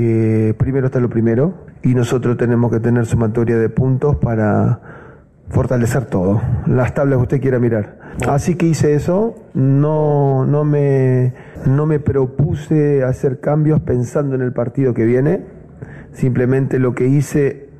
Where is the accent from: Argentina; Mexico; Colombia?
Argentina; Agradecimiento eterno a una persona que como argentino nos dio tanto y tan lindo, ¿no?